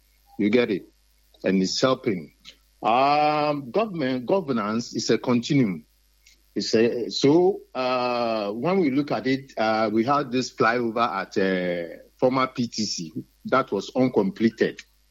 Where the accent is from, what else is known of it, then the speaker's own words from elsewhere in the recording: Sekondi-Takoradi, Western Region, Ghana; So, in fact, so far as I'm also born and bred in Takoradi or Sekendi Takoradi, lived all my life.